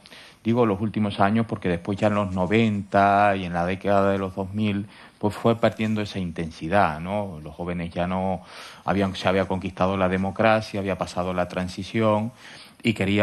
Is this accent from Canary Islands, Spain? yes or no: yes; La Palma, Canary Islands, Spain; also born or lived in Tenerife / La Laguna; yo creo que tanto mi niñez y mi vida, digamos, mi adolescencia en La Palma, como mi juventud aquí en Tenerife y más concretamente en La Laguna, pues fueron configurando un poco las características personales que tengo hoy